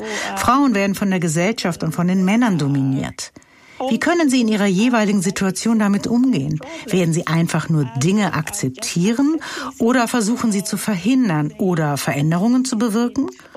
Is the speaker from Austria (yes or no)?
no; Northern, Sudan; born there; first language Arabic; German is a second language; Ich bin im Norden Sudans geboren und meine Schule war komplett auf Arabisch. Arabisch ist meine erste Sprache